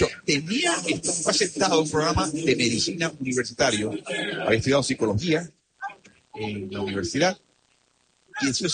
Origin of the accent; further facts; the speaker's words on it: Mexico; Ok, yo soy mexicano, resido en México, quiero ver un juego de Steelers